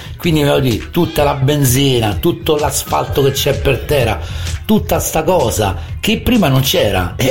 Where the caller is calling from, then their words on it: Rome, Lazio, Italy; Io sono di Monteverde, ragazzi, e c'ho Villa Panfilicino